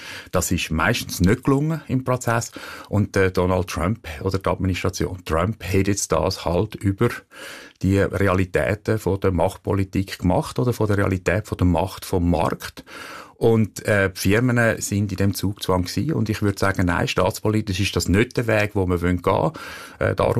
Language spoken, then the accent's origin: German; Switzerland; schwierig für uns als Schweizer, als Europäer.